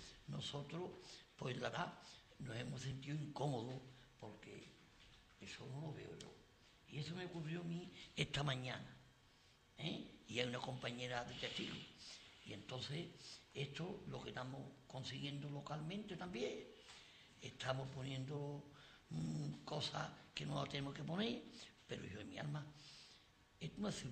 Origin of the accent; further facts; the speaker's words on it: Sanlúcar de Barrameda, Andalusia, Spain; los problemas de mi pueblo y mi gente y la gente y el día a día, los saluqueños.